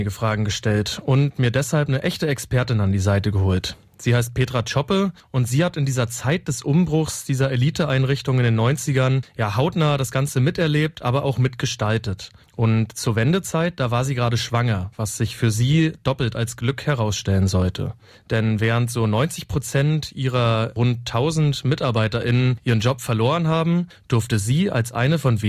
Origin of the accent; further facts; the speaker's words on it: Stralsund, Mecklenburg-Vorpommern, Germany; now in Leipzig, Germany; Wir sind ja beide echte Kinder des Ostens. Du kommst aus Weimar, ich komme aus Stralsund. Wir sind zwar beide nicht in Leipzig aufgewachsen